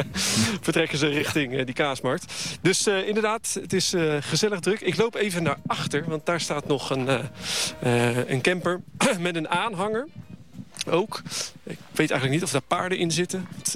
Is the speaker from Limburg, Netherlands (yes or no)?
no; Haastrecht, South Holland, Netherlands; Ja, ik kom hier vandaan uit Haastrecht.